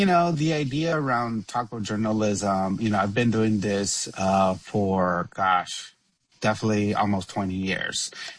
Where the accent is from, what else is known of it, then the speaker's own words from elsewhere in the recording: Texas, United States; I am Mexican. I'm Latino growing up in Texas